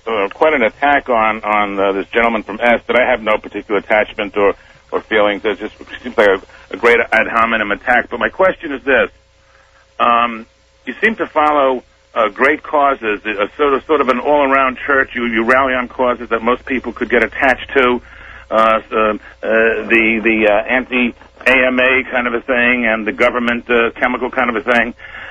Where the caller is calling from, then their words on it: San Diego, California, United States; San Diego, all right.